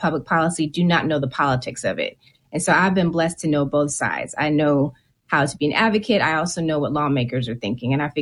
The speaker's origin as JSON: {"language": "English", "region": "California", "country": "United States", "tie": "born or raised there", "said": "I grew up in California, and in the political space, I had people like Senator Diane Watson, who was the first Black senator in California"}